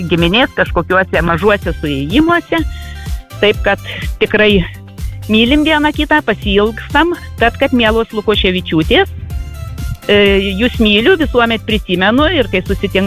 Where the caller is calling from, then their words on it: Suvalkija, Lithuania; aš iš Suvalkyjos esu ten, iš to krašto.